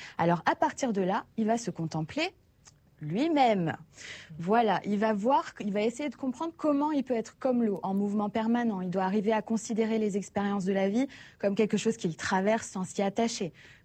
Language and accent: French; Réunion, France; c'est un peu une culture chez nous en Outre-mer. Moi, je n'ai pas de souvenir de faire des longs trajets sans m'arrêter 4 ou 5 fois pour voir plein de vues.